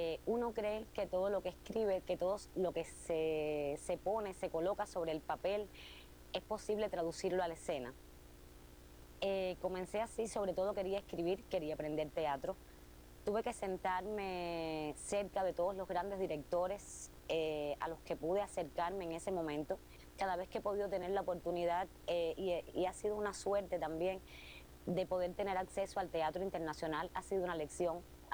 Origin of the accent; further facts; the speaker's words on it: Cuba; Soy una mujer cubana, soy una mujer cubana que se parece muchísimo al público que va a verla a la sala. Soy también una mujer latinoamericana